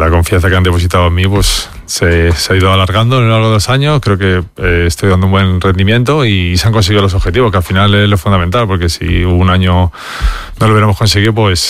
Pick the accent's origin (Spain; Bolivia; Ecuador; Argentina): Spain; Madrid, Community of Madrid; Pues nada, me tuve que volver aquí a Madrid, entrenaba con un entrenador que tenía yo cuando era pequeño, entrenábamos en Canillas a las 10 de la noche.